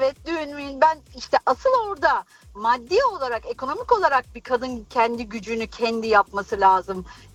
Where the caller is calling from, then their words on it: Frankfurt, Hesse, Germany; Frankfurt.